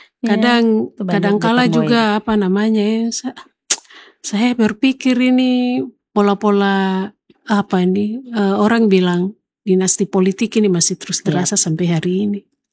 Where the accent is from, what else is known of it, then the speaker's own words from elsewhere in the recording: Papua, Indonesia; Terutama anak-anak kita, orang asli Papua.